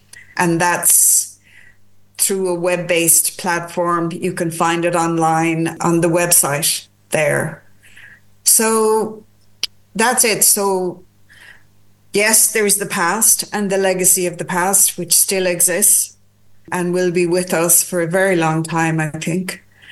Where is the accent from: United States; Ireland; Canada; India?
Ireland; I'm Irish